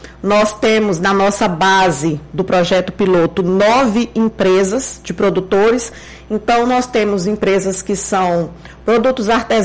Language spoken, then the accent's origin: Portuguese; Tocantins, Brazil; eu também sou nortista, sou do Tocantins